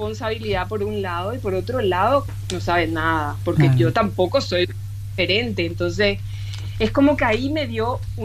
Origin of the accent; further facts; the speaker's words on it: Paraguay; al decir Paraguay había como una pausa y una incógnita y también mucho interés. Ah, Paraguay, pero sos la primera paraguaya que conozco o no sé mucho de tu país, cómo viven.